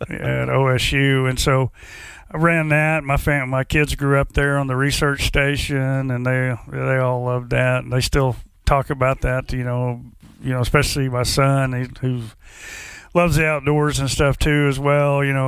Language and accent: English; Tuttle, Oklahoma, United States; I grew up in Tuttle, Oklahoma.